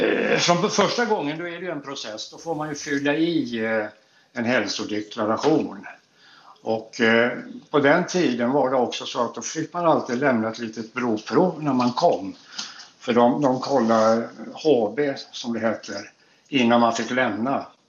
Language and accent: Swedish; Gothenburg, Västra Götaland County, Sweden; Som göteborgare så heter det då surströmming.